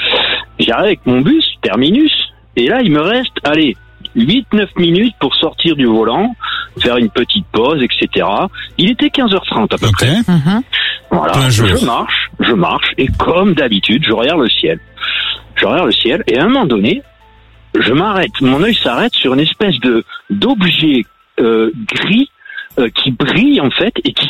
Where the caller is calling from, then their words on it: Anglet, Nouvelle-Aquitaine, France; Moi je suis de Angleterre.